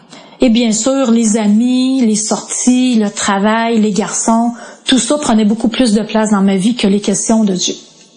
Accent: Quebec City, Quebec, Canada; born there; Moi, je suis née à Québec, dans une famille assez à l'aise, composée de 3 enfants.

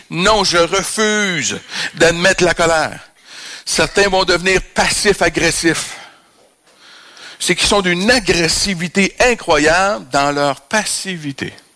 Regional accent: Canada; je suis Canadien

